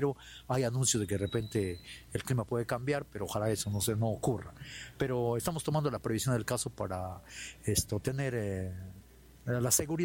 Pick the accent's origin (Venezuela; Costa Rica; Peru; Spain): Peru; nosotros como peruanos debemos tener ese sentimiento de amar a nuestra patria